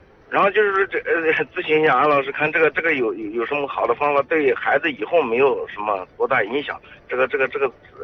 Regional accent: Hubei, China; moved away; 我跟我老家那边湖北那边打电话

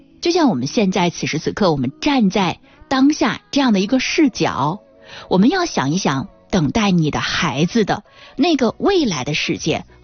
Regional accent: China; 对于我们中国人来说呢

